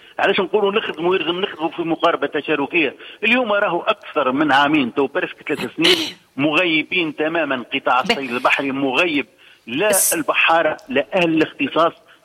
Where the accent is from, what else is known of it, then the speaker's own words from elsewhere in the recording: Tunisia; احنا ماذا بينا كبلادنا كتونس